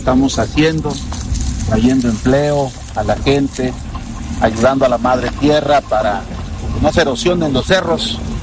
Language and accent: Spanish; Chiapas, Mexico; diríamos los chapanecos